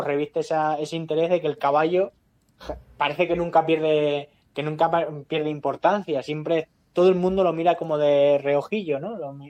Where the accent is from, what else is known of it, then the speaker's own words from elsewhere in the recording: Cáceres, Extremadura, Spain; Y bueno, en mi tierra, que en Cáceres, es que es muy normal ver a gente montando a caballo, es que es una cosa habitual.